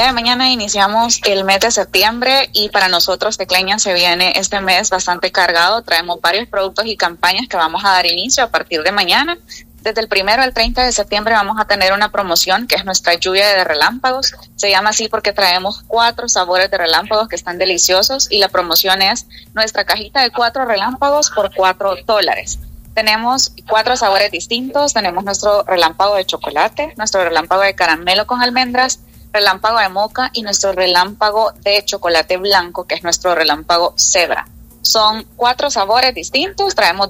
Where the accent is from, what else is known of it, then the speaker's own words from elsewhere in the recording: El Salvador; sabores bien tradicionales de cosas que nos representan como salvadoreños